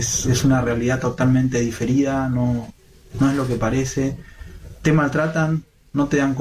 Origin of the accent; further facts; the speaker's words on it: Buenos Aires, Argentina; moved away as an adult; now in Russia; tengo 37 años, soy de Buenos Aires.